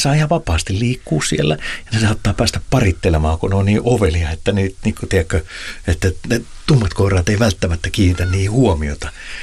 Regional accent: Pori, Satakunta, Finland; moved away; Mä muistan 80-luvulla, niin kun mä oon Porista kotoa

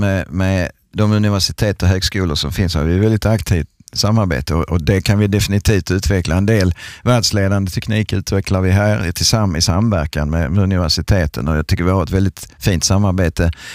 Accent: Skåne, Sweden; moved away as an adult; now in Vaasa, Finland; ni vet ju att jag kommer från Sverige och Skåne

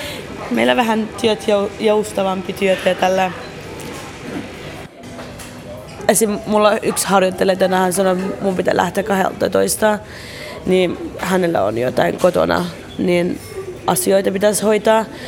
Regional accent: Baghdad, Baghdad Governorate, Iraq; Finnish is a second language; now in Finland; Mutta ei, mä oon Bagdadista, niin meillä ei yleensä tällainen.

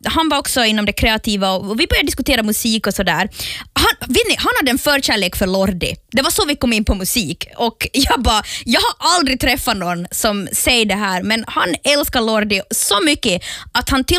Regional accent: Jakobstad, Ostrobothnia, Finland; Jag säger ofta att jag är från Bennes. Men jag är ju absolut inte från Bennes. Jag är från Jakobstad. Och Bennes är ju en liten by utanför Jakobstad.

